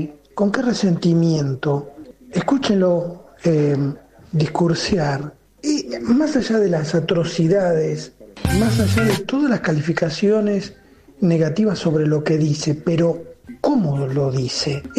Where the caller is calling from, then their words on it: Caballito, Buenos Aires, Argentina; de Caballito.